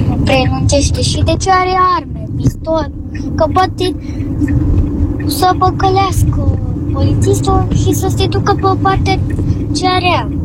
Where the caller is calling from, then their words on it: Bucharest, Romania; din București. Am 8 ani